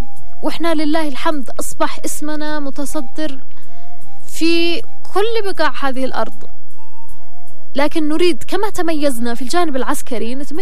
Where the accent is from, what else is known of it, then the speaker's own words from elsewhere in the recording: Yemen; احنا كشعب يمني